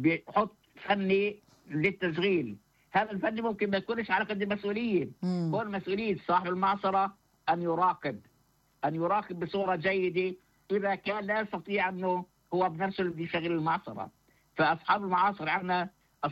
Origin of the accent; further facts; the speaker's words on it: Palestine; إحنا عندنا في فلسطين